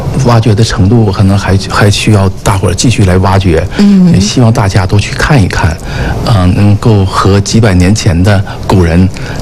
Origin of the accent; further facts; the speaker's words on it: Jinzhou, Liaoning, China; 就是我出生在锦州嘛，对锦州就有很深厚的感情，所以呢我很喜欢拍摄锦州的风貌。我觉得作为一个锦州人要把自己的家乡拍好